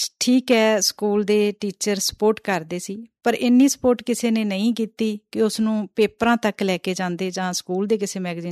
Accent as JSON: {"language": "Punjabi", "region": "Punjab", "country": "India", "tie": "born or raised there", "said": "ਮੇਰਾ ਜਿਹੜਾ ਪੇਕਾ ਪਰਿਵਾਰ ਹੈ ਉਹ ਫਾਜ਼ਿਲਕਾ ਅਤੇ ਮੁਕਤਸਰ ਦੀ ਹੱਦ 'ਤੇ ਮੰਡੀ ਅਮੀਨਗੰਜ ਇੱਕ ਕਸਬਾ ਹੈ, ਜੀ ਉੱਥੋਂ ਦਾ ਇਹ ਸਕੂਲ ਸੀ, ਅਤੇ ਉੱਥੇ ਨੇੜਲਾ ਮੇਰਾ ਪਿੰਡ ਹੈ ਚੱਕ ਘੇਰੂ ਵਾਲਾ।"}